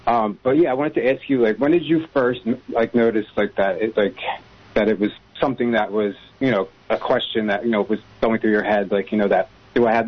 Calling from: Philadelphia, Pennsylvania, United States; I'm from Philly, Philadelphia.

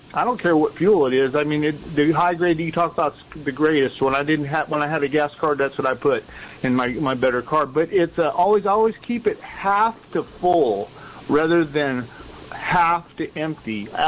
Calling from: Salinas, California, United States

